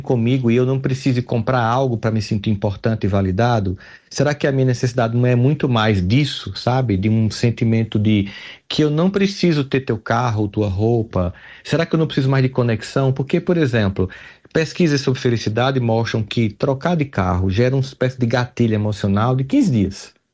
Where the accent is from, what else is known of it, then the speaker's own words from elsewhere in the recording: Campina Grande, Paraíba, Brazil; mas eu sou de Campina Grande, porque eu sou paraibano.